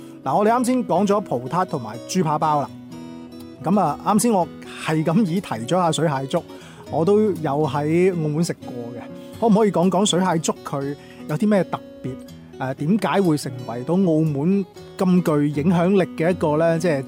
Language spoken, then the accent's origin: Cantonese; Guangdong, China; 例如我哋广东人啦，或者大湾区人啦，食宵夜嘅话咧，你可能会食粥